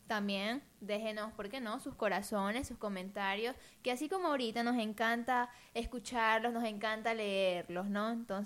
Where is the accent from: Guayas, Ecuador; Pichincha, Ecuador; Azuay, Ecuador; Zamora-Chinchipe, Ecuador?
Guayas, Ecuador; Durán; Yo soy de Durán City, entonces sí, sí. Tengo que cruzar el puente todos los días